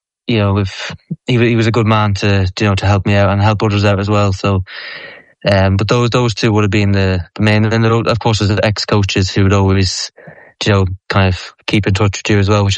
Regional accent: Ireland; now in France; I'm Irish or because I'm foreign

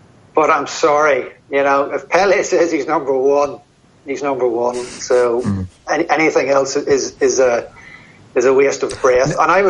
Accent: Newry, Northern Ireland, United Kingdom; he is from Newry originally, my hometown.

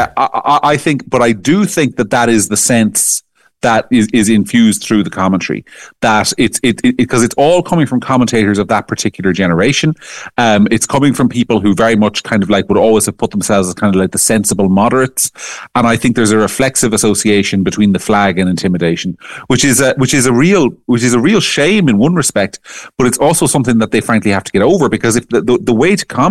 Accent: County Monaghan, Ireland; And I grew up in Monaghan on the border counties.

